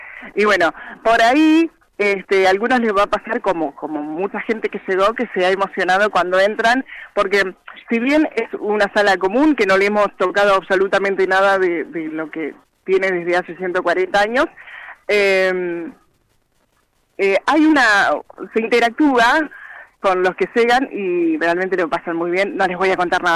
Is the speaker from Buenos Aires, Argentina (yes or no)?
yes; Ramallo, Buenos Aires, Argentina; estar en el Paraíso, aquí en el partido de Ramallo, que amo tanto a mi pueblo